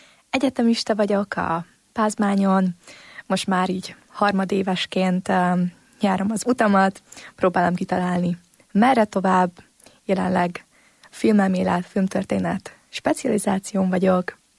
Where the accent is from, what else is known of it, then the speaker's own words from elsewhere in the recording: Hungary; now in Budapest, Hungary; Ugye vidéki lány vagyok